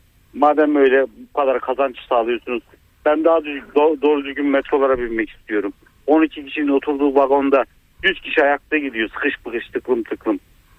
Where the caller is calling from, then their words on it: Istanbul, Turkey; Esenler'den arıyorum İstanbul'dan.